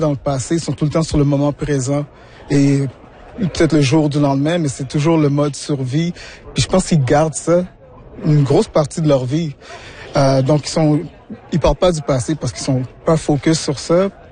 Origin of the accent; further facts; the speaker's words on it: Quebec, Canada; Donc puisque je suis québécois d'origine haïtienne, je trouvais intéressant de me mettre dedans